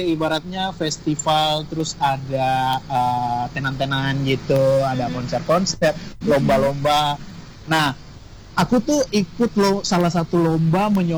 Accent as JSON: {"language": "Indonesian", "region": "Maluku", "country": "Indonesia", "said": "di daerahku di Maluku"}